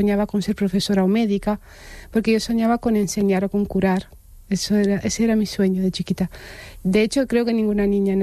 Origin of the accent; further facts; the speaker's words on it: Romania; born there; Spanish is a second language; porque yo nací en Rumanía, en una familia de clase obrera. En los últimos años de la Guerra Fría.